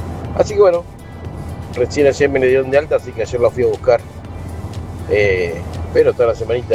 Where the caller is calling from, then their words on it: General Acha, La Pampa, Argentina; Pues yo también soy allá de General Hacha, La Pampa.